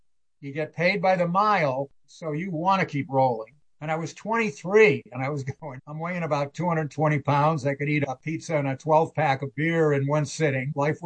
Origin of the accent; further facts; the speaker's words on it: East Hartford, Connecticut, United States; I grew up in East Hartford. My dad worked at Pratt & Whitney, and like everybody in East Hartford did.